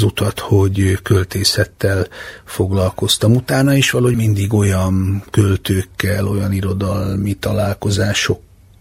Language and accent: Hungarian; Szolnok, Jász-Nagykun-Szolnok, Hungary; 10 évesen, bekerültem Szolnokon egy tehetséggondozó táborba, én szolnoki vagyok